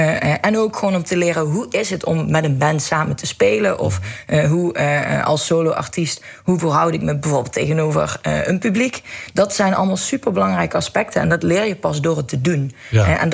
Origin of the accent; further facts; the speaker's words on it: Limburg, Netherlands; we trots zijn dat we uit Limburg komen.